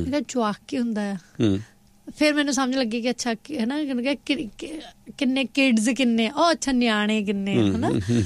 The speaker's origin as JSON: {"language": "Punjabi", "region": "Punjab", "country": "India", "said": "ਮੇਰੇ ਇਲਾਕੇ ਤੋਂ ਤਾਂ ਦੁਆਬੇ ਤੋਂ ਤਾਂ ਇੱਦਾਂ ਵੀ ਜਿਹਦੇ ਵਿੱਚ ਆਲੂ ਪੈਂਦੇ ਉਹ ਸਬਜ਼ੀ ਆ"}